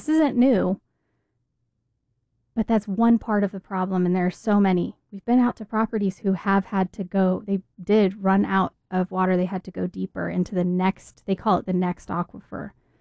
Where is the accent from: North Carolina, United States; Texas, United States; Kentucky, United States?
Texas, United States; not to always bash California, but I'm from Texas, so I'm going to bring up what I know